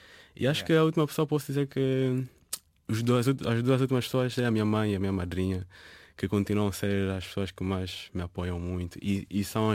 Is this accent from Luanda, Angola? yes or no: yes; Luanda, Angola; cresci num bairro um pouco muito, muito pobre, que é o bairro Prenda.